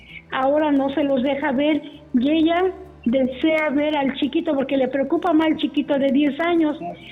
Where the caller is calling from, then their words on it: Puebla, Mexico; soy aquí de Puebla.